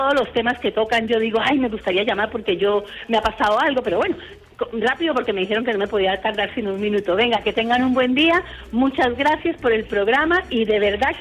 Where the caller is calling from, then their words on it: Cádiz, Andalusia, Spain; Llamo desde Cádiz.